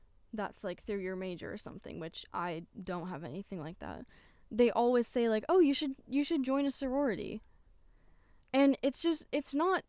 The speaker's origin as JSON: {"language": "English", "town": "Santa Barbara", "region": "California", "country": "United States", "moved": "yes", "said": "First of all, we're from Santa Barbara. We both are, not just you."}